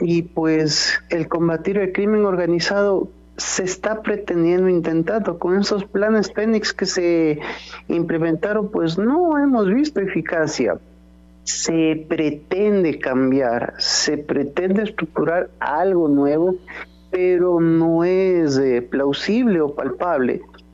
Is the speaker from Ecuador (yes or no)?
yes; Ecuador; qué es lo que nosotros estamos aportando como ecuatorianos al país.